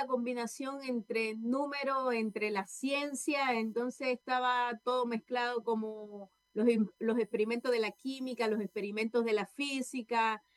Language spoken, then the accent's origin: Spanish; Cuba; Ya, mira, yo soy cubana.